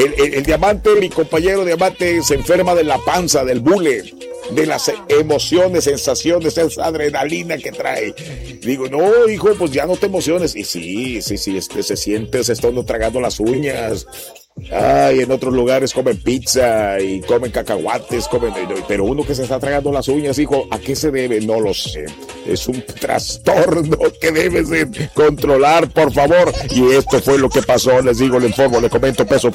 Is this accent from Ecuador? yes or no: yes; Ecuador; No estás diciendo que va a perder Ecuador, porque yo soy ecuatoriano.